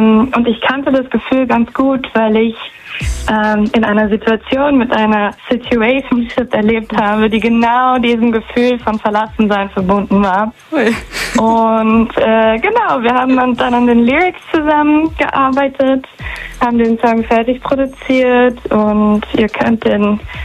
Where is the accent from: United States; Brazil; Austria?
Brazil; moved away; ich komme aus Brasilien